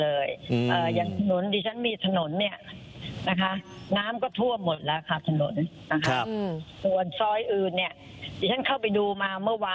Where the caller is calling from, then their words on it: Thanyaburi, Pathum Thani, Thailand; อยู่หมู่4ตำบลลำพะกูดธัญบุรีปทุมธานีค่ะ